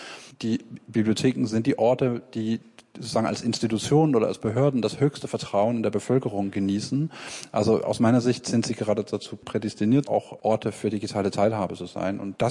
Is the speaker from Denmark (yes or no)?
yes; Denmark; ich komme aus Dänemark ursprünglich